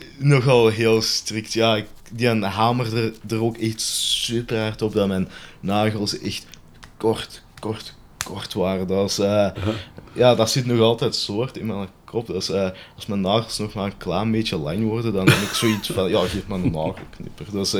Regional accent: Antwerp, Flanders, Belgium; Natuurlijk ken ik het café wel goed, omdat, ja, ik ben natuurlijk zelf van Antwerpen, maar ik denk wel dat dat toch wel een naam heeft.

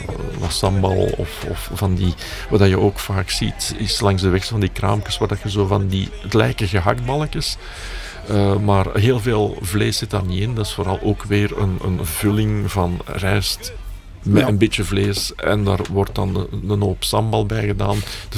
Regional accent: Flanders, Belgium; maar als Vlaming is dat moeilijker te horen

